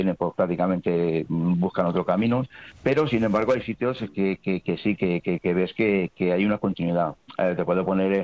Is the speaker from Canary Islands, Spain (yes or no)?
no; Barcelona, Catalonia, Spain; born there; yo ya soy nacido en Barcelona